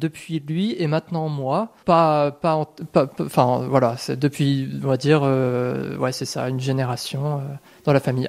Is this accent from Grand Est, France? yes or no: no; Blois, Centre-Val de Loire, France; Alors, moi, je suis originaire donc de Blois, donc c'est pas très loin.